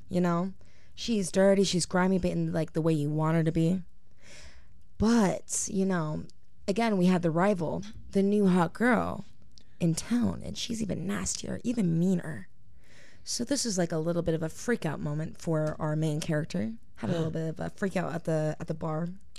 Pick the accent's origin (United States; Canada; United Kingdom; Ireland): United States; Millcreek, Utah; I grew up in Mill Creek